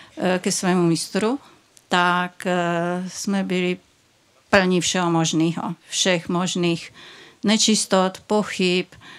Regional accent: Brno, South Moravian Region, Czechia; Byla veřejná, a přímo v Brně, tam, odkud pocházím, kde bydlím, byla veřejná přednáška.

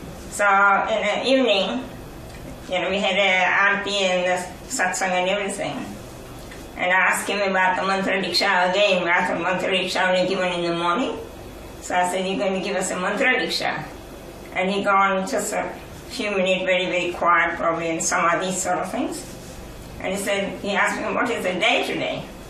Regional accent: India; As Indian boys

